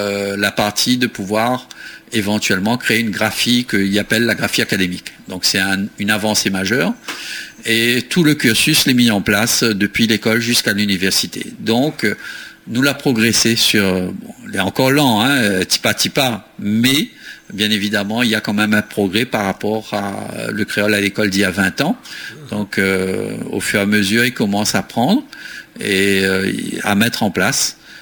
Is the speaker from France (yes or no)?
yes; Réunion, France; accent: Réunion; nous avons l'accent qu'on nous cause français, il est normal, hein, nous sommes de la Réunion, il est normal, nous avons l'accent.